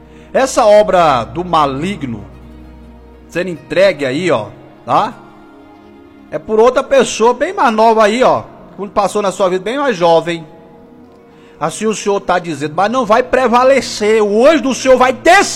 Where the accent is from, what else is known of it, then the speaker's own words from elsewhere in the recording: Goiânia, Goiás, Brazil; sou de Goiânia.